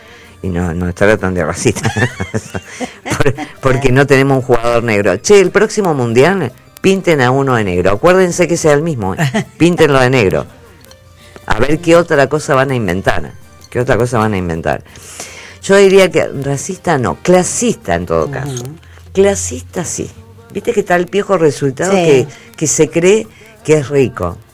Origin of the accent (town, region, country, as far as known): Argentina